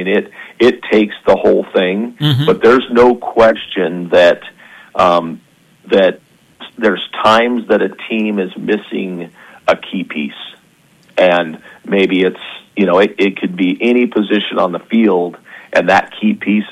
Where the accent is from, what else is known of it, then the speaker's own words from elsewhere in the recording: Montana, United States; moved away as an adult; now in Reading; I grew up in Montana, for starters, and then went to the University of Montana